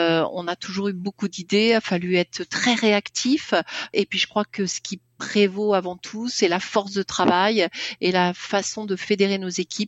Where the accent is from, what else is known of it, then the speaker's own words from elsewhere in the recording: Centre-Val de Loire, France; Moi, j'avais des racines agricoles ou plutôt viticoles, donc je connais le monde de la terre. Nous, on est de la Touraine.